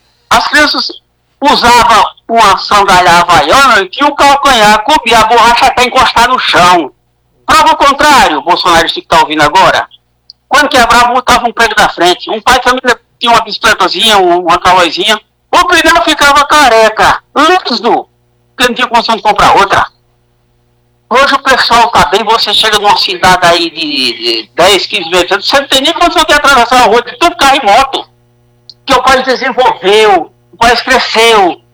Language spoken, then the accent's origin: Portuguese; Brazil; also born or lived in Catolé do Rocha, Paraíba / João Dias, Rio Grande do Norte; Eu sou do Rio Grande do Norte, sou da Paraíba. Né? Eu já. Você vê que. Eu sou dos dois estados, Catolé e João Dias … sítio Boa Vista.